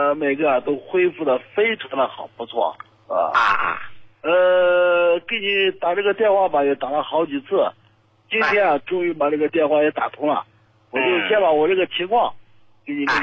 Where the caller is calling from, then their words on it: Heilongjiang, China; 我是来自咱们黑龙江的一个朋友，我今年68岁了。